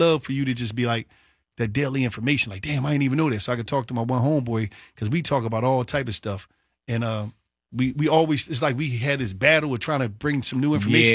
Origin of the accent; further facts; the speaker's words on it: Philadelphia, Pennsylvania, United States; I'm from Philly, so you know I'm near.